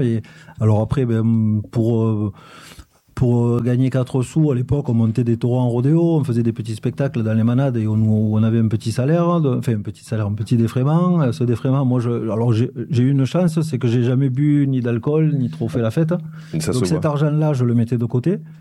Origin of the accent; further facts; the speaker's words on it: La Grande-Motte, Occitanie, France; also born or lived in Montpellier; Enfin, je suis né à Montpellier, j'ai vécu à la Grande Motte jusqu'à 13-14 ans, j'avais jamais vu un taureau.